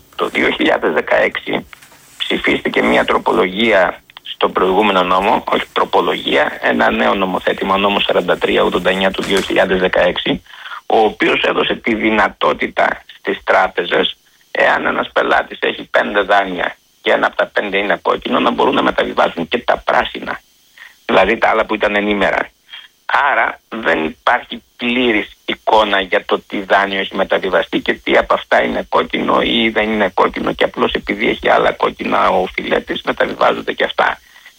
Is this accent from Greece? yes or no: yes; Greece; Όπως και μου είναι αδιανόητο σαν Έλληνας πολίτης